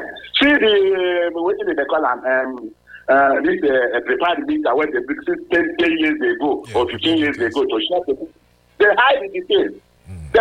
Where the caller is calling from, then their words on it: Nigeria; I come from Aushi.